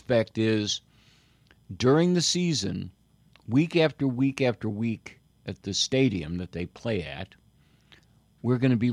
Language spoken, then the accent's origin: English; Chicago, Illinois, United States; I grew up in Chicago.